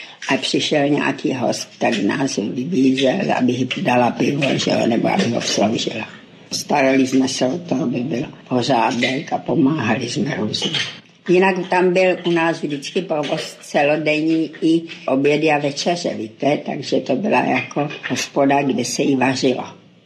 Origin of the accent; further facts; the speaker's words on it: Studénka, Moravian-Silesian Region, Czechia; born there; also born or lived in Ostrava; když mi byly 4 roky, tak jsme se odstěhovali do Studénky.